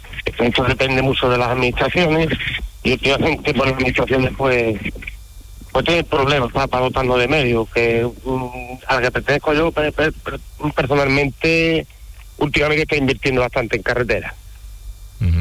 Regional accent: Vejer de la Frontera, Andalusia, Spain; Soy un Bejer de la Frontera, un maravilloso pueblo aquí de la provincia de Cádiz.

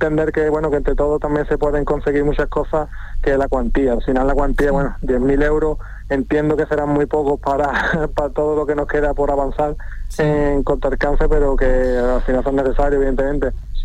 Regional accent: Villamartín, Andalusia, Spain; salir de aquí, de Villamartín, de mi pueblo

